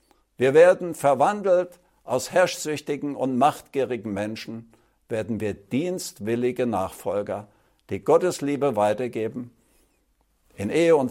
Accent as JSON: {"language": "German", "region": "Saxony", "country": "Germany", "said": "ich komme ja aus Sachsen."}